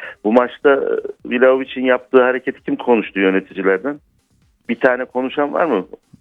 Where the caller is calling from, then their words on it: Ankara, Turkey; Ankara'dan arıyorum.